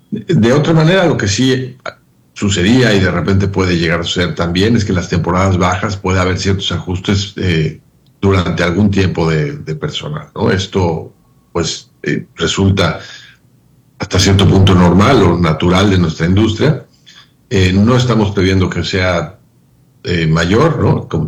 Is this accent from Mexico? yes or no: yes; Mexico; Fue muy divertido el Mundial como mexicano.